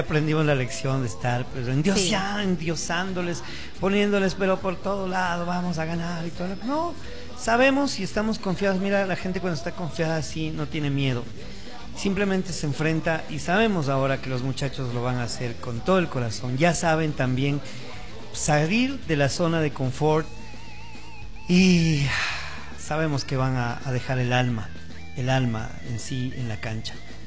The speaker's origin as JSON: {"language": "Spanish", "country": "Ecuador", "said": "nos hacen unirnos como ecuatorianos."}